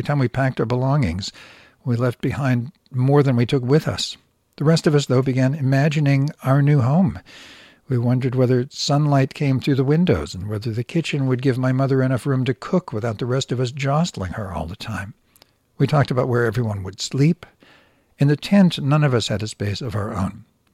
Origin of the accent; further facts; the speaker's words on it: Rafah, Gaza Strip, Palestine; now in Al-Mawasi, Palestine; Do I say I'm from Rafah, where I grew up, even though I can no longer return there? The city has been mostly destroyed.